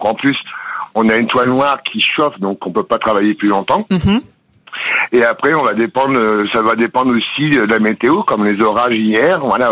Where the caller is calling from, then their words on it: Hauts-de-France, France; De Chivreval, dans l'Aisne, en Picardie.